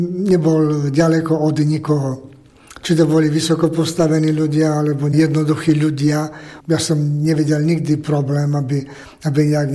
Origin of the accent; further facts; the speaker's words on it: Zemplín, Slovakia; Ja som zo Zemplína